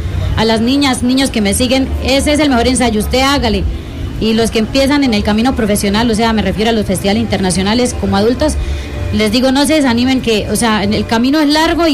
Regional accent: Aguazul, Casanare, Colombia; also born or lived in Bogotá; now in Maní, Colombia; Nací en Bogotá, Cundinamarca, criada en Agua Azul y actualmente radico en Maní, Casanare.

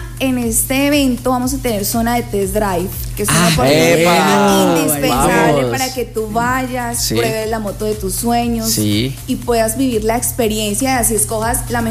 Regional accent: Villavicencio, Meta, Colombia; also born or lived in Bogotá; Yo soy, bueno, nací en Bogotá, pero criada de corazón acá en Villavicencio.

